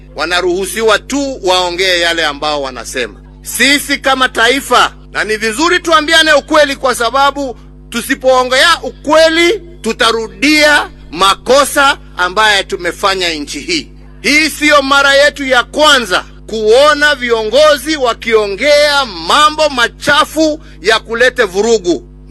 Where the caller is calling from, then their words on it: Kenya; sisi ni Wakenya na tunapenda nchi yetu